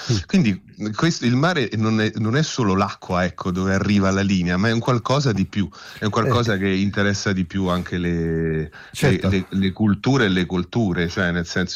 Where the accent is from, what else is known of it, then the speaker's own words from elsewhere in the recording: Fiumicino, Lazio, Italy; Io sono di Fiumicino, poi sono andato via, poi sono ritornato a Fiumicino